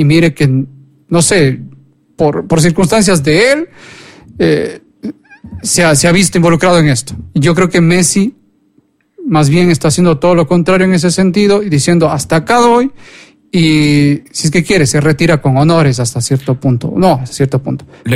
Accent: Ecuador; soy más ecuatoriano que el mote

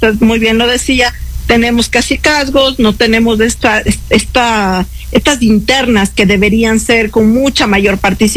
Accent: Ecuador

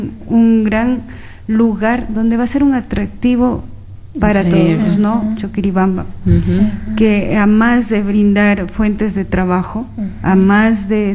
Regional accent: Sozoranga, Loja, Ecuador; En mi tierra, en Sosoranga, el bosque del Ceibal es precioso.

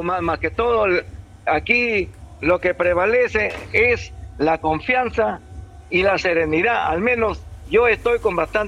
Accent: Túcume, Lambayeque, Peru; mi pueblo de Túcome y a sus caseríos.

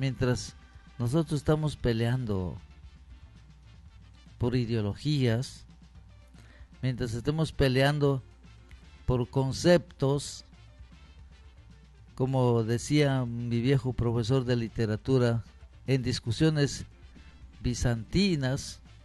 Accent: Peru

